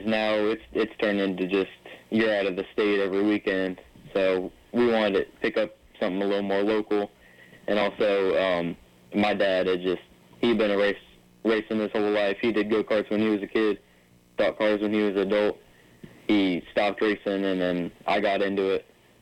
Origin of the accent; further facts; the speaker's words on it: Florida, United States; Well, I'm from Florida. You know, I've been here my whole life. I've been racing since I was about five. I'm 15 now